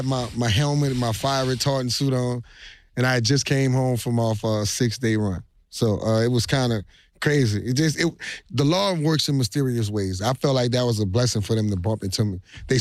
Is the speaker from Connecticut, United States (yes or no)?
no; New Orleans, Louisiana, United States; I was like, man, I'm from New Orleans, but I'm not going to sound like nobody from New Orleans.